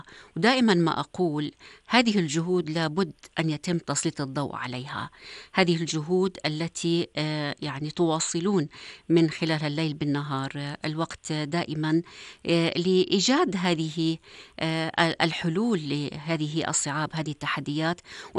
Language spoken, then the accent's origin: Arabic; Jordan; في مجتمعنا الأردني